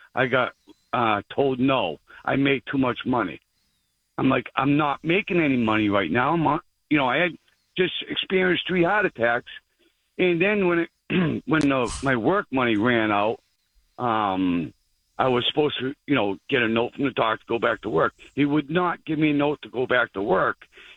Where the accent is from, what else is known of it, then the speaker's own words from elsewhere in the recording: United States; Just letting you know that the welfare system failed me big time. And I'm American. Worked 30 years in construction.